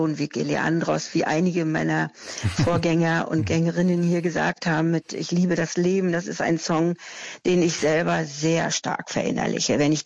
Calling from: Berlin, Germany; Ich rufe aus Schöneweide an.

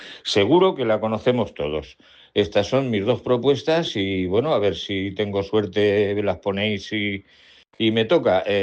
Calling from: Alicante, Valencian Community, Spain; de Alicante.

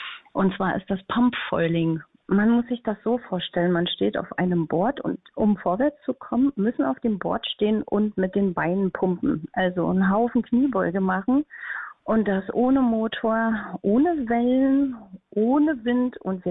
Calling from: Berlin, Germany; ich rufe aus Friedrichshagen an, vom schönen Müggelsee

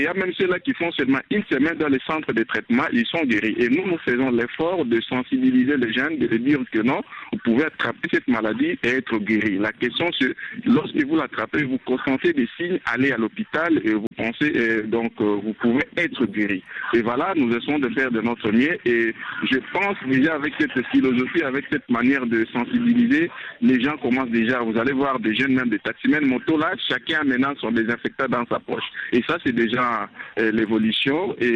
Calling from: Bunia, Ituri, DR Congo; à Bounia, où je me trouve

